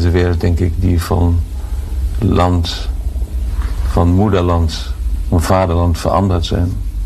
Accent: Germany; first language German; Dutch is a second language; now in Netherlands; Ik kan mijn achtergrond, mijn Duitse achtergrond niet vergeten. Mijn moedertaal is Duits. Mijn moedertaal is duidelijk niet Nederlands.

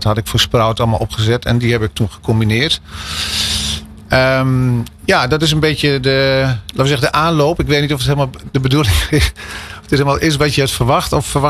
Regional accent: Haaksbergen, Overijssel, Netherlands; born there; Ik ben in 1965 geboren in Haaksbergen.

